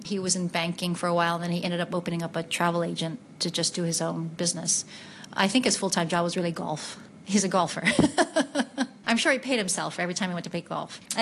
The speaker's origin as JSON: {"language": "English", "country": "United Kingdom", "accent": "British", "said": "Or the teacher criticizing my accent because it was a British thing."}